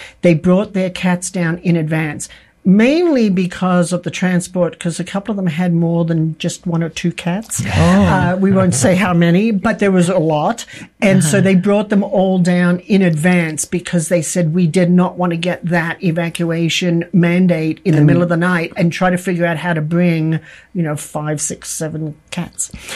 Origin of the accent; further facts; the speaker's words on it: Australia; now in Santa Fe, United States; fire to me, I'm from Australia and it's the land of fire, and fire has always been a big concern.